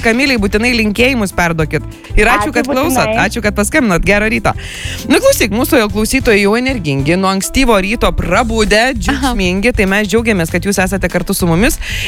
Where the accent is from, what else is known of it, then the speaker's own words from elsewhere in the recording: Dzūkija, Lithuania; born there; nepaisant to, kad gimiau visiškai smėlėtoje Dzūkijoje